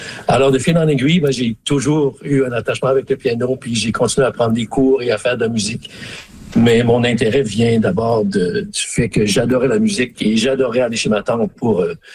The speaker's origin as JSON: {"language": "French", "town": "Smooth Rock Falls", "region": "Ontario", "country": "Canada", "tie": "born or raised there", "said": "J'ai des très bons souvenirs de ma présence, de mon enfance dans le Nord. Et oui, ce pont-là, c'est un pont emblématique. Le pont à Smoothwork Falls, il y en a pas plusieurs comme ça en Ontario ou au Canada."}